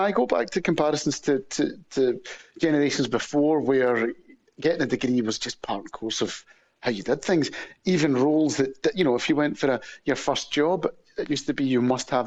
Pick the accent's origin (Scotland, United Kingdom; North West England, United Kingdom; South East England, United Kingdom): Scotland, United Kingdom; when I was growing up in Scotland, it was a no-brainer.